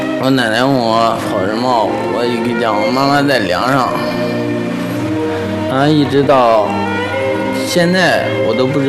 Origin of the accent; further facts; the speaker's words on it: Sichuan, China; 我知道我是四川人后，我碰到打工的同志只要是四川的我都问问在哪里